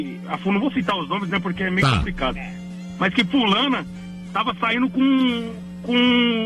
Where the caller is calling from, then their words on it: Brazil; Tô falando do Parque Santo Antônio